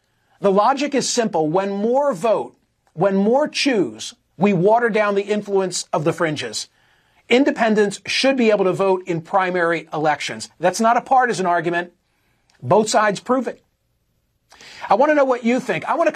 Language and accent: English; Pennsylvania, United States; born there; my home state of Pennsylvania.